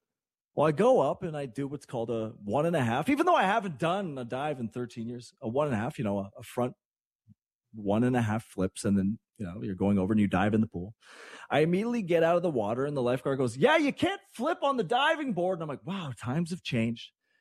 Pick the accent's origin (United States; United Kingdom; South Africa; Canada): Canada; Hudson, Quebec; Hudson, Quebec. I'm back to my hometown. Did a very nice intro yesterday talking about all the people that come from a small town. Again, this town's, when I grew up, was like just over 2,000 people. Now it's just over 5,000.